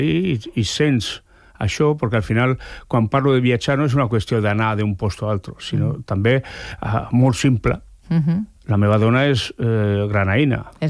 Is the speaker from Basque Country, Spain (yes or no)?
yes; San Sebastián, Basque Country, Spain; moved away; also born or lived in Navarre; jo sóc de Sant Sebastià i soc navarro.